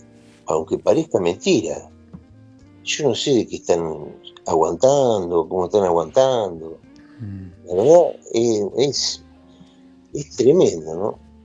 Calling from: Mar del Plata, Buenos Aires Province, Argentina; Yo vivo en Bolívar y Santiago del Estero.

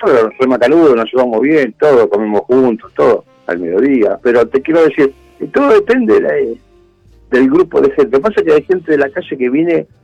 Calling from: Buenos Aires, Argentina; Yo vivo en un parador

